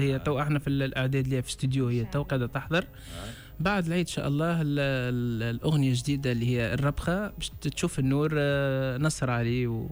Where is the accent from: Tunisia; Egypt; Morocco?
Tunisia